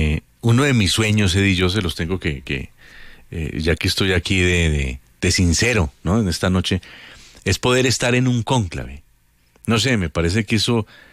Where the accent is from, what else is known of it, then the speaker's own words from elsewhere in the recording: Colombia; Y yo, no, yo soy colombiano.